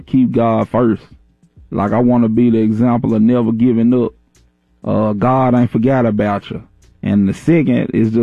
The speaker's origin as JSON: {"language": "English", "town": "Memphis", "region": "Tennessee", "country": "United States", "said": "I'm from Memphis, Tennessee. Came a long way from North Memphis, man. It's a beautiful city, though."}